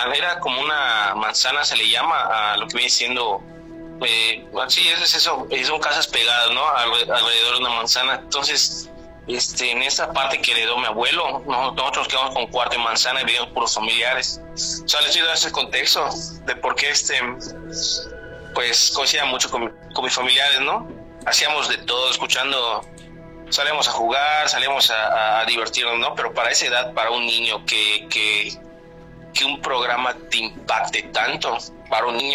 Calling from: Mérida, Yucatán, Mexico; de Mérida, Yucatán.

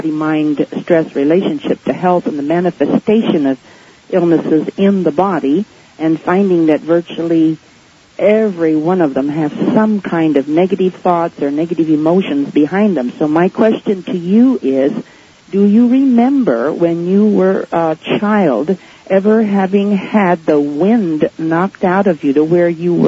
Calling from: Pasadena, California, United States; from Pasadena

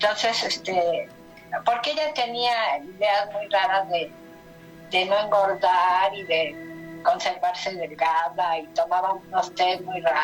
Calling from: Tlalnepantla, State of Mexico, Mexico; De Tlanepantla.

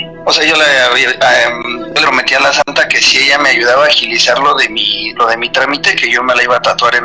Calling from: Mexico City, Mexico; Hablo de la alcaldía Coajimalpa.

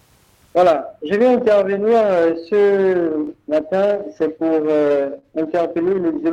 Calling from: Gabon; moi, je suis un Gabonais.

